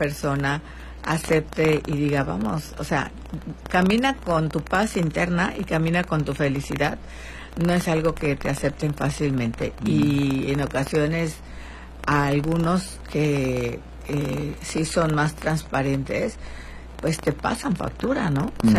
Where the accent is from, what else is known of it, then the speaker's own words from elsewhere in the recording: Chilpancingo, Guerrero, Mexico; moved away; Ayer estuve en un evento fenomenal en Chilpancingo, mi pueblo natal.